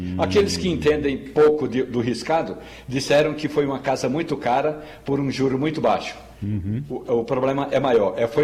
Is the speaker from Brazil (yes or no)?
yes; Pernambuco, Brazil; Aí alguém me pergunta, mas você não é pernambucano? Sou pernambucano, mas também tenho uma pequena herança no território argentino, é bom que se diga.